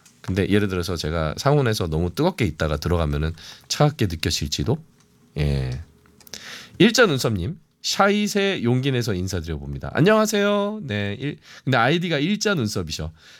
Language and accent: Korean; Gyeongsang, South Korea; 저도 이제 경상도 사람이니까.